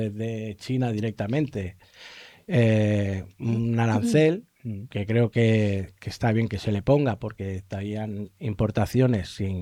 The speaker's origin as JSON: {"language": "Spanish", "country": "Spain", "said": "siendo español y queriéndote quedar en España"}